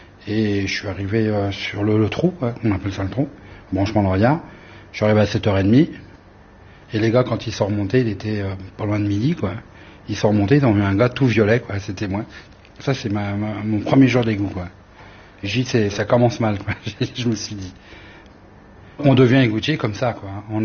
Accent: Ménilmontant, Île-de-France, France; Je sais que j'étais de Ménilmontant. Et je savais même pas qu'il y avait des gars de Ménilmontant qui travaillaient aux égouts, quoi.

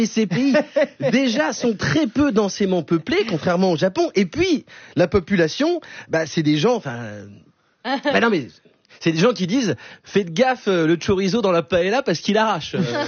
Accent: Vaulx-en-Velin, Auvergne-Rhône-Alpes, France; born there; moi je suis né à Vaux-en-Velin, l'escape game, il a commencé à ma naissance, j'y suis encore.

